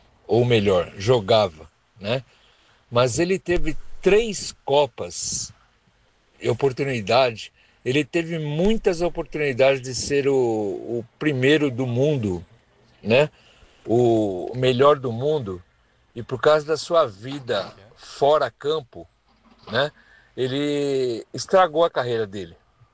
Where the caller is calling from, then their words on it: São Paulo, Brazil; sou da Vila Maria.